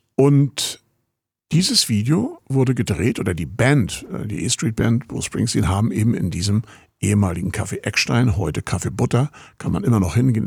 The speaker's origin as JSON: {"language": "German", "town": "Rostock", "region": "Mecklenburg-Vorpommern", "country": "Germany", "moved": "yes", "lives_now": "Berlin, Germany", "said": "Ich komme ja aus Berlin, das wissen vielleicht die meisten. Oder ich komme nicht aus Berlin, ich komme aus Rostock, aber ich wohne da, ich bin schon ganz lange weg."}